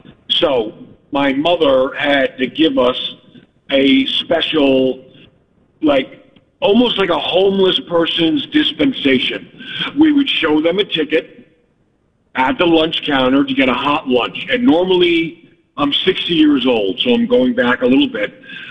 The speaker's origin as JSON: {"language": "English", "town": "Harrison", "region": "New York", "country": "United States", "tie": "born or raised there", "said": "I grew up in Harrison, Westchester, a very wealthy place"}